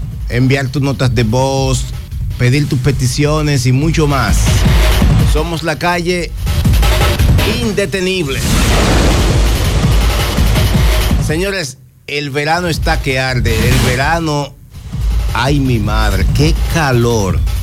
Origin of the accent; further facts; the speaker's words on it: Dominican Republic; eso nos identifica como dominicanos